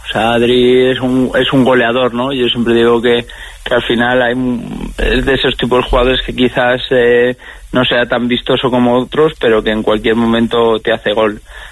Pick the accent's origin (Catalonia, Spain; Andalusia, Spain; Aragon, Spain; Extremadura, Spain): Aragon, Spain; moved away